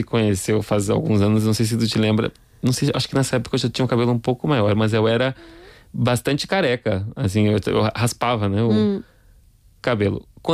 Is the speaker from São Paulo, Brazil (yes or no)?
no; Rio Grande do Sul, Brazil; eu sou do Rio Grande do Sul, né?